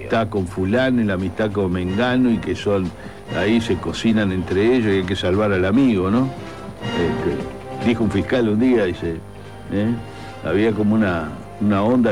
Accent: Uruguay; como lo que pagamos somos los uruguayos, como siempre

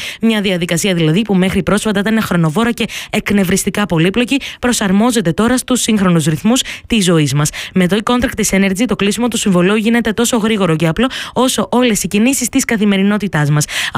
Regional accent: Thessaloniki, Central Macedonia, Greece; στη Θεσσαλονίκη μου, στην πόλη μου

